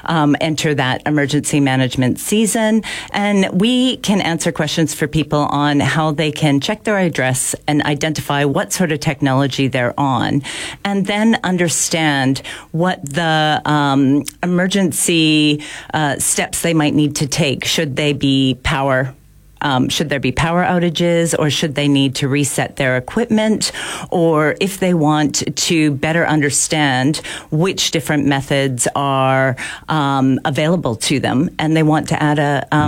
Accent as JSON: {"language": "English", "country": "Canada", "also_born_or_lived": "United States", "moved": "yes", "lives_now": "Ballarat, Australia", "said": "Because I don't live there anymore, and I'm actually Canadian"}